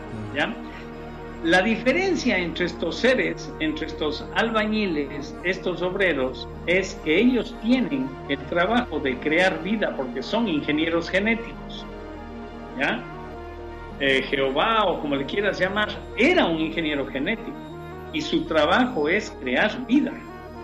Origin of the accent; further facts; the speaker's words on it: Cuenca, Azuay, Ecuador; el otro día tuve el agrado de dar una conferencia en Cuenca, una ciudad por acá, es mi ciudad natal